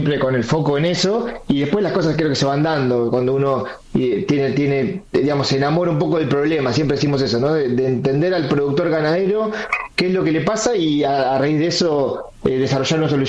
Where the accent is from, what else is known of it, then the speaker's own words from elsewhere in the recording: Argentina; born there; moved away as an adult; also born or lived in La Plata; yo nací en Jepe, en un pueblo pequeño